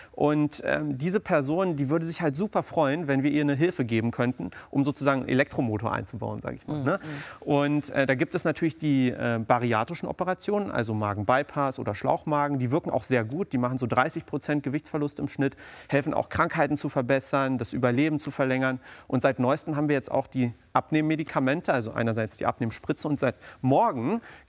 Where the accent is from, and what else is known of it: East Germany, Germany; now in Helmstedt, Germany